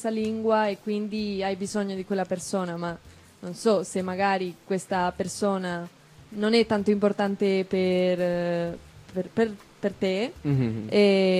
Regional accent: Spain; Italian is a second language; moved away; sono spagnola

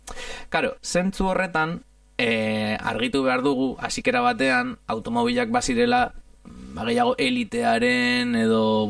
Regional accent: Italy; Basque is a second language; ni italiarra naiz

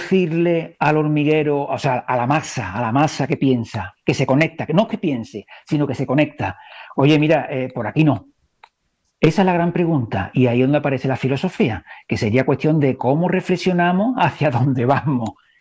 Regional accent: Gerena, Andalusia, Spain; mi pueblo está más limpio que el pueblo de al lado. O sea, Gerena tiene un pueblo a 12 kilómetros y mi pueblo está más limpio

